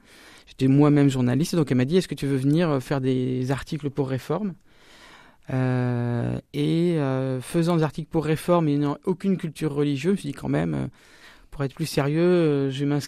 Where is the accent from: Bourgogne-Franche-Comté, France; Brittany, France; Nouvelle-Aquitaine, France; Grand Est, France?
Nouvelle-Aquitaine, France; Poitiers; J'ai grandi à Poitiers